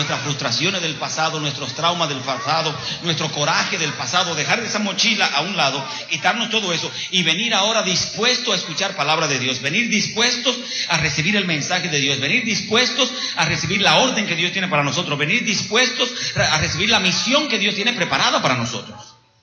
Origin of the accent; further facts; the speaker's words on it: Dominican Republic; Yo soy dominicano.